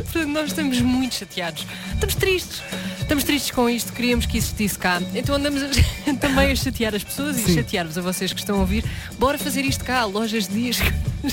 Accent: Cartaxo, Santarém, Portugal; eu sou de lá. Eu não sou de Aveiras, mas eu sou do Cartaz.

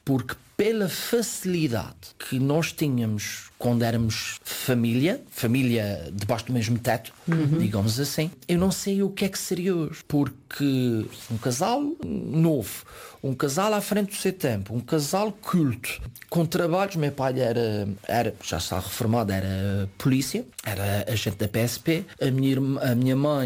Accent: Fajã de Cima, Azores, Portugal; Pela primeira vez, apesar de ter passado a minha infância e ter crescido na Feijão de Cima, nunca me senti como me senti nos Fenais.

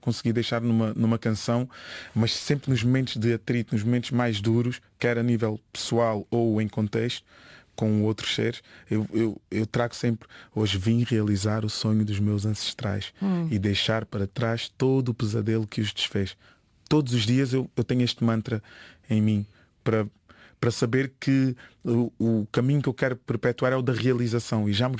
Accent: Santiago, Cape Verde; eu sou do Ojedinho de Santiago e fui em resgate das minhas raízes graças ao

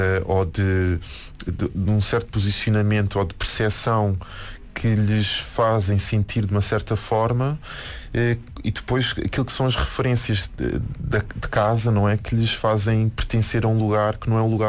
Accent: Cova da Moura, Lisbon, Portugal; born there; a minha família é da Somada. Eu nasci na Cova da Moura.

